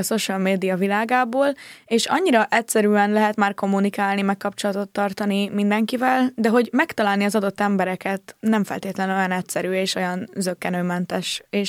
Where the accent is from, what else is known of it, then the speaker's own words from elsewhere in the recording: Budapest, Hungary; én Budán nőttem fel, Rózsadombon, 15 évet laktam a Bimbó úton, édesanyukámmal, aki református kántor és zongora művész … és utána költöztünk ki Budán, szintén csak kicsit kiebbre